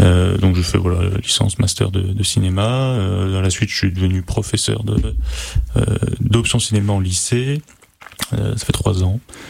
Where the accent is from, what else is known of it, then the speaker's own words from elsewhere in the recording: Paris, Île-de-France, France; parce que je viens de Paris